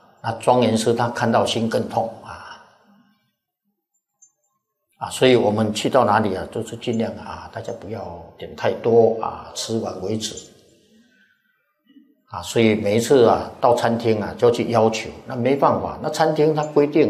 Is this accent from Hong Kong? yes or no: no; Taiwan; 我们是台湾来的啊。